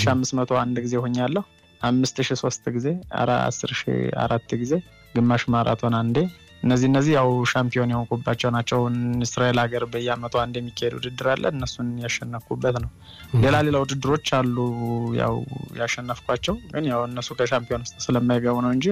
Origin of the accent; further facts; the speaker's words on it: Gondar, Amhara, Ethiopia; now in Israel; በመጀመሪያ ጎንደር ነው ተወልጄ ያደግኩት። ያው ጎንደር ስኖር ስለ ሩጫም አለምም ስለ ስፖርት አለም ምንም ነገር የምናውቀው የለም።